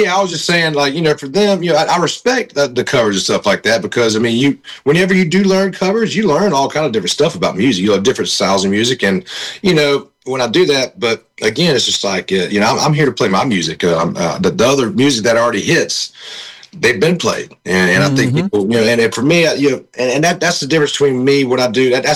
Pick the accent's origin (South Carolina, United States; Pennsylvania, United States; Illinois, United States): South Carolina, United States; I'm from South Carolina, and that sound, you know, kind of has like a, you know, a gospely, bluesy, swampy kind of thing to it.